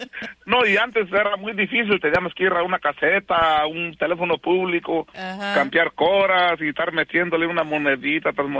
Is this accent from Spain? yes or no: no; Mexico; first language Mixtec; Spanish is a second language; pero sí soy mixteco 100% y he aprendido otros idiomas y mi lengua materna, ahí sí estoy fallando.